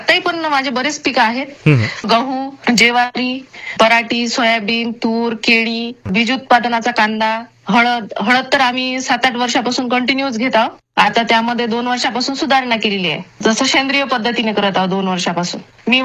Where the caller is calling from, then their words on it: Yavatmal district, Maharashtra, India; मी खोपडी मिरासे इथे राहते, तालुका दारव्हा आणि जिल्हा यवतमाळ.